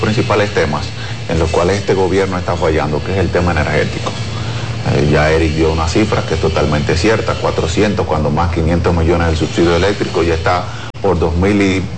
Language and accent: Spanish; Dominican Republic